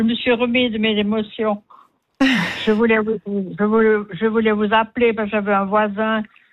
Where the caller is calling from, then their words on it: Écublens, Vaud, Switzerland; je suis à Écublens, je suis tout près de chez vous.